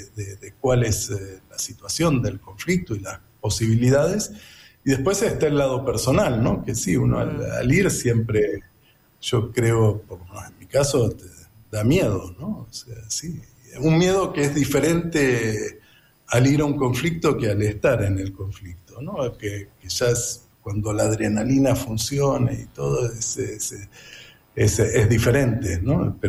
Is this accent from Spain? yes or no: no; Argentina; born there; moved away; also born or lived in Nicaragua; nací en Argentina, en el 90 me mudé a Centroamérica, Nicaragua